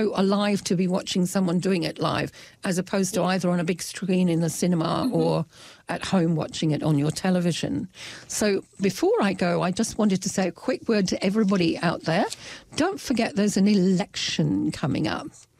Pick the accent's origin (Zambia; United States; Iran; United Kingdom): United Kingdom; England; also born or lived in New Zealand; now in Dunedin, New Zealand; I come from England, so I'm still on a quest for belonging because I've got one foot in England and one foot in New Zealand because I've stayed in both places a lot.